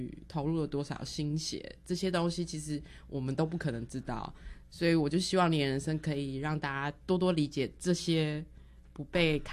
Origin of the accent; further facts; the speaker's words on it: southern Taiwan, Taiwan; 于是然后刚好一聊，我发现我们背景蛮像的，我们都是南部人。